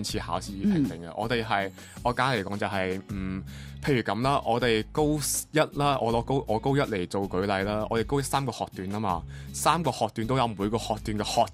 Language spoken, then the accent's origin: Cantonese; Macau; 我哋澳門人咧去內地高校咧